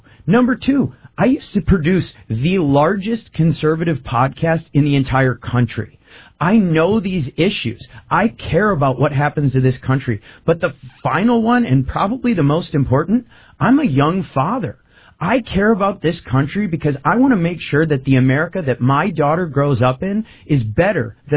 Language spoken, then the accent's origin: English; Land O'Lakes, Wisconsin, United States; also born or lived in Wausau, United States; I grew up in Land O'Lakes. I then moved to Wausau, Wisconsin. I played hockey for Mosinee High School. I played baseball for Newman Catholic. In Wausau, I know pretty much everyone there.